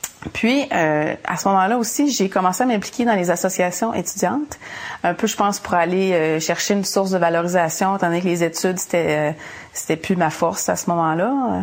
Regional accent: Saint-Félicien, Quebec, Canada; Moi, j'ai grandi au Lac-Saint-Jean, à Saint-Félicien. Je suis la plus jeune d'une famille de 5 enfants. Et puis, c'est une famille typiquement québécoise, normale, avec des bons parents.

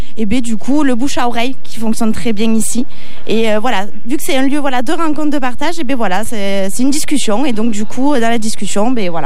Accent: Mende, Occitanie, France; Alors, moi, je suis plus de Mende.

